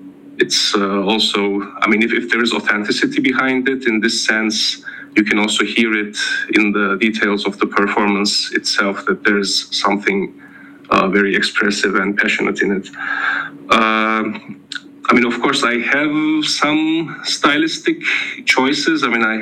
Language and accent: English; Ankara, Turkey; also born or lived in Belgrade, Serbia / Switzerland; now in Budapest, Hungary; And I'm from Ankara, Turkey